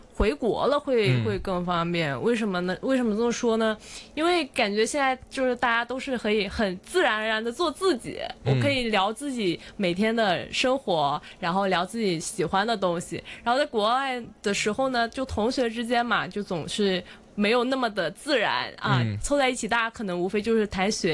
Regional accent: Guangzhou, Guangdong, China; moved away as an adult; also born or lived in United States; now in Hong Kong; 因为过去的话我是广州人嘛，家里人都在

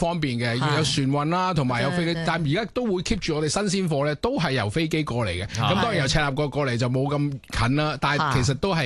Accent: Thailand; now in Hong Kong; 其實我哋泰國人嚟到咧係好多嘢都唔識做啦

